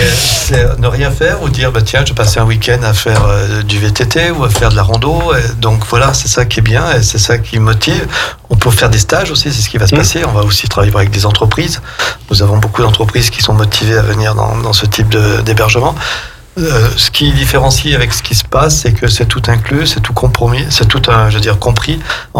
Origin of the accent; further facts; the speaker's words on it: Auvergne-Rhône-Alpes, France; chez nous, on connaît bien, quand je dis chez nous, je veux dire en Savoie, dans notre région, parce que je suis savoyard.